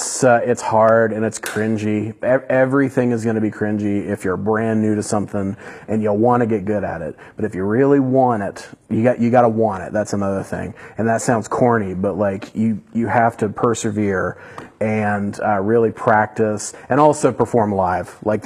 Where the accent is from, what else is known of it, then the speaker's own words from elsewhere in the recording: Canova, United States; I'm from Canova, so I wanted to be